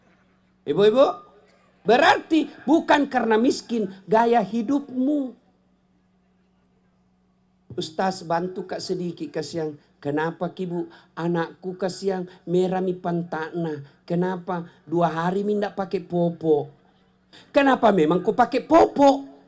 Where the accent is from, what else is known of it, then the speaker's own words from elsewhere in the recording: Indonesia; moved away; Bungi namanya, Patinjo ayahku, Patinjo. Taniak bugi, tapi macak bahasa bugi. Kampungku, saya dari kampung tadi. Kampung, petani. Saya waktu sekolah, itu dari Pekabata, naik dari Bungi, SMP Culuk.